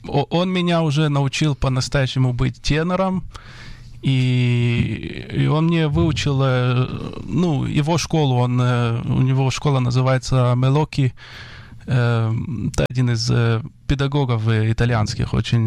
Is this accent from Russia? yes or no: no; Israel; born there; Russian is a second language; родился я в Израиле.